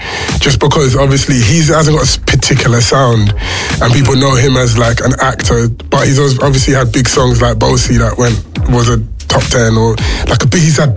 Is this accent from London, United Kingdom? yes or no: yes; London, United Kingdom; also born or lived in Tottenham / New York; growing up in Hackney